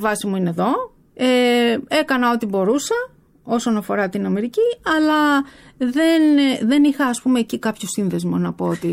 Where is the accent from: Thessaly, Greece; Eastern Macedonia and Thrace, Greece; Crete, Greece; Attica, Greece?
Attica, Greece; Athens; also born or lived in Piraeus; Εγώ μεγάλωσα στην Αθήνα βέβαια.